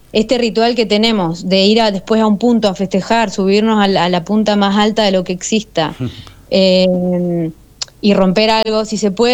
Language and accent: Spanish; Argentina; also born or lived in Catalonia; now in Mallorca, Spain; A mí, por ser argentina, el más extraño me parece el argentino. Pero claro, no sé si es porque yo soy de Argentina